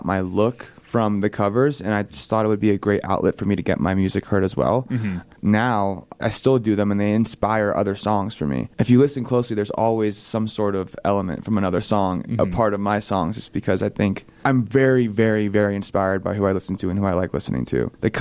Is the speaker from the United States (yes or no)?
yes; Bradenton, Florida, United States; There's not a lot to do on the island. We're from Anna Maria Island, Bradenton, Florida.